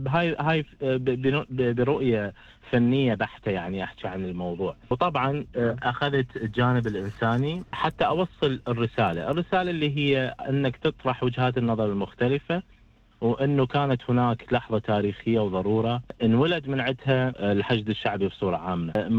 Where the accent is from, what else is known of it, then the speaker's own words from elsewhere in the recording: Iraq; طبعا كعراقي حس بهذا الخطر،